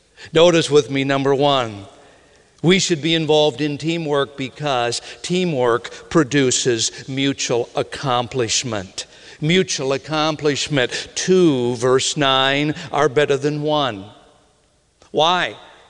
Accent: Minnesota, United States; But I tell ya, growing up in Minnesota

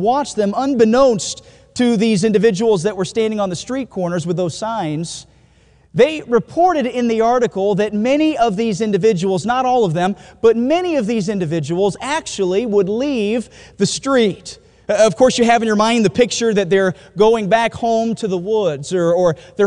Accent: Utah, United States; I grew up in Utah, and in Utah there was a college right near us, Weber State University.

